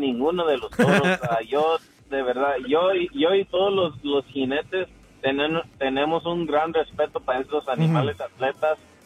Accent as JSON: {"language": "Spanish", "region": "California", "country": "United States", "said": "Yo soy del sur de California, pero mi papá es de Juchipila, Zacatecas."}